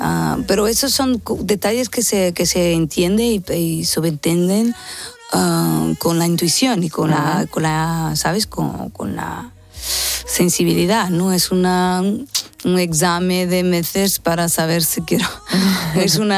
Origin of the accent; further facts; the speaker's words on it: Portugal; Spanish is a second language; los portugueses, porque nosotros nos lanzamos al castellano, malo o bien, el portuñol está siempre pronto